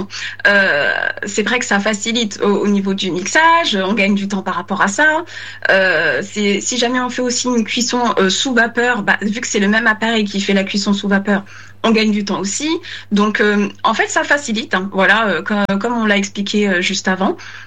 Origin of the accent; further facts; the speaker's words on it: Senegal; chez nous au Sénégal